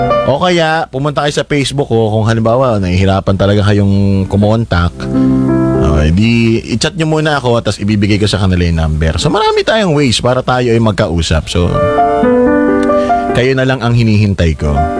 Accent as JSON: {"language": "Tagalog", "town": "Lopez", "region": "Calabarzon", "country": "Philippines", "said": "dun sa amin, sa bayan namin, sa Lopez Quezon."}